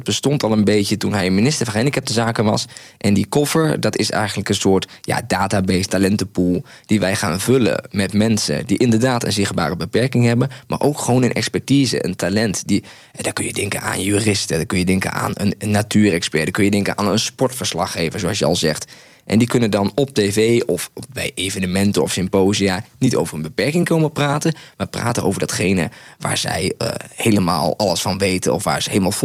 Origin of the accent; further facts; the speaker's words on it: Groningen, Netherlands; Zo hard vond ik hem nog niet eens. Ze vonden mij juist heel direct als Groninger.